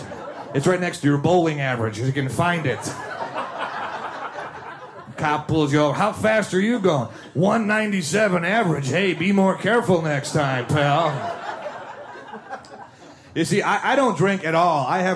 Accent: Milwaukee, Wisconsin, United States; I grew up in Milwaukee. A hometown is something that you can never lose.

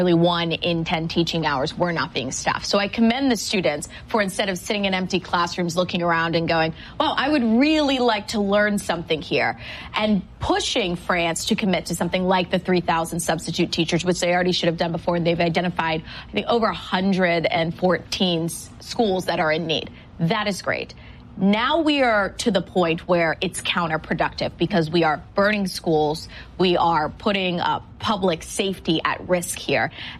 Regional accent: Washington, United States; I'm from Washington State.

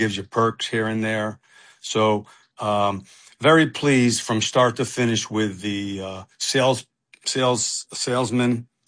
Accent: Stamford, Connecticut, United States; my hometown, Stamford, Connecticut

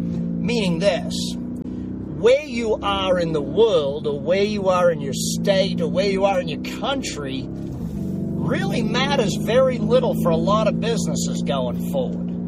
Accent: Australia; born or raised there; now in Las Vegas, United States

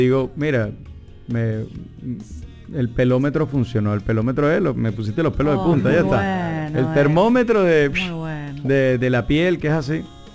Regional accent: Venezuela; yo soy venezolano y hablo venezolano.

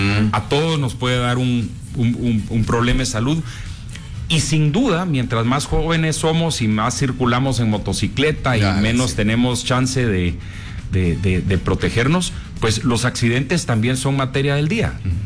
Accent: Guatemala; como guatemaltecos tenemos que recordar

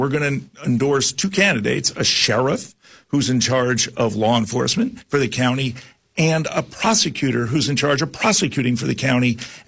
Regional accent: New Jersey, United States; growing up in New Jersey and being a New York sports fan

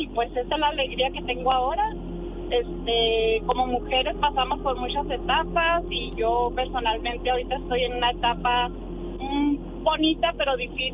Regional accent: Valle de Juárez, Chihuahua, Mexico; also born or lived in Texas; now in El Paso, United States; Uy, yo nací en Texas, pero fui criada en el Valle de Juárez.

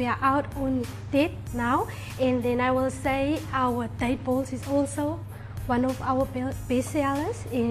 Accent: Prince Albert, Western Cape, South Africa; born there; also born or lived in George

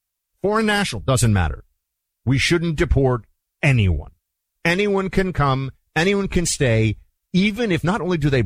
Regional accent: New York City, New York, United States; This is a Democrat who could very well win a congressional seat in New York City, my hometown.

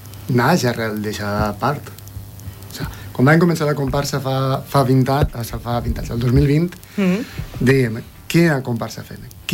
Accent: Oliva, Valencian Community, Spain; moved away; jo antes soc d'Oliva i pertanyia a una comparsa que es deia corsaris.

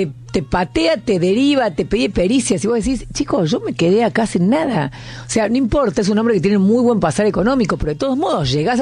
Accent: Argentina; Bueno, así que parece que en Italia, chicos, ahora el punto somos los argentinos.

